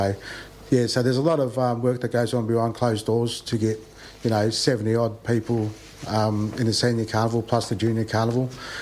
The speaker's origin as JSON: {"language": "English", "region": "Victoria", "country": "Australia", "lives_now": "Bendigo, Australia", "said": "I'm from Gunindjmara country"}